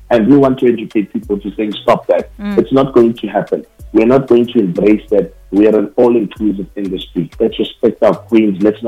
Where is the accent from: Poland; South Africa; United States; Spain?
South Africa